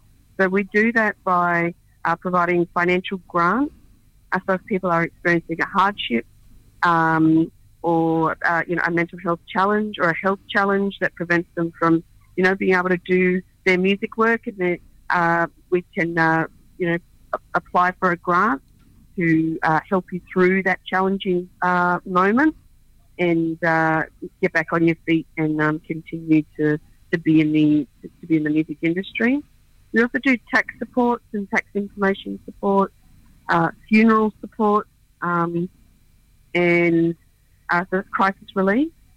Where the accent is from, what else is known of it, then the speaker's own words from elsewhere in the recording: Alice Springs, Northern Territory, Australia; born and bred in Bantwa, Alice Springs, Central Australia.